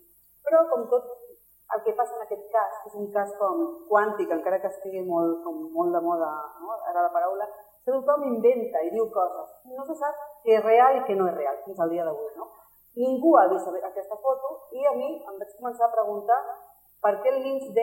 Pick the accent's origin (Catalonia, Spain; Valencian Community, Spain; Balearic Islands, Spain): Catalonia, Spain; El Papiol; also born or lived in Badalona; now in Cubelles, Spain; Doncs vinc del Papiol. Ah. Badalona, el Papiol i ara...